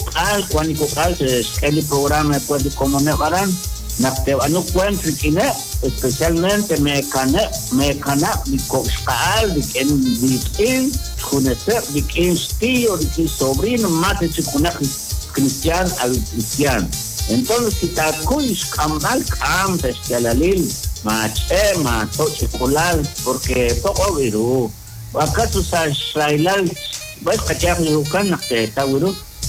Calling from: Fray Bartolomé de las Casas, Alta Verapaz, Guatemala

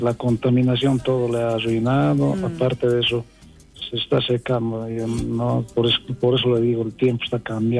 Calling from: Poopó Province, Oruro, Bolivia

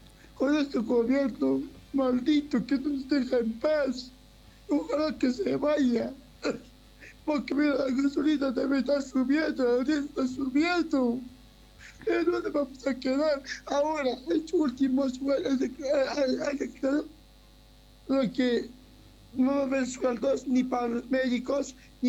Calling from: Bolivia

